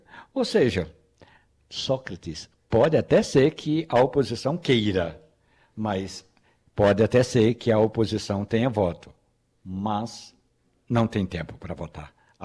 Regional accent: Carnaíba, Pernambuco, Brazil; born there; não é porque eu nasci nessa cidade, mas lá em Carnaíba

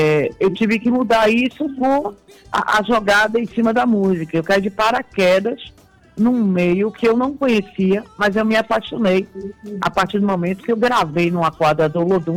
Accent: Itabuna, Bahia, Brazil; born there; also born or lived in Salvador / Rio de Janeiro; porque a primeira casa que eu tenho foi onde eu nasci

